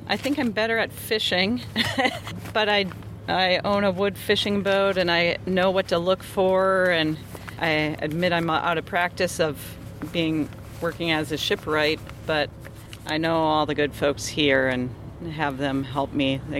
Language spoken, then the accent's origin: English; Wisconsin, United States; moved away; I'm originally from Wisconsin. I got on the water through the Great Lakes.